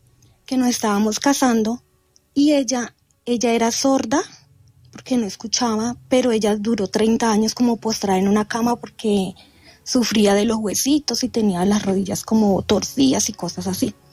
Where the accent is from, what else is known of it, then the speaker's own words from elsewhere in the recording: San José del Guaviare, Guaviare, Colombia; born there; moved away; also born or lived in Tuluá, Valle del Cauca / Calamar, Guaviare; los 9 años, vivíamos en San José del Guaviare. Mi familia, yo soy de Tuluá Valle, pero pues mi papá y mi mamá siempre se fueron a vivir por allá. Y yo me crié allá